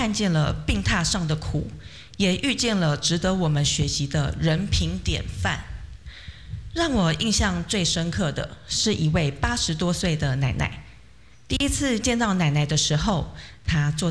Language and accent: Chinese; Neihu, Taipei, Taiwan; 我是来自内湖山的培训学员